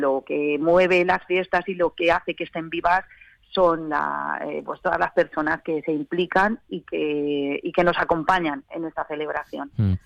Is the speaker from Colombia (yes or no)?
no; Aspe, Valencian Community, Spain; No solo somos los de Aspe los que vamos a por nuestra patrona